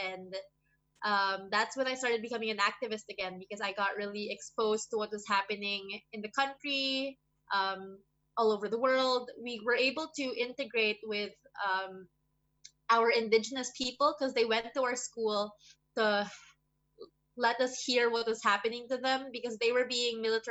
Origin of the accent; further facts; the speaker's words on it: Philippines; I am from the Philippines.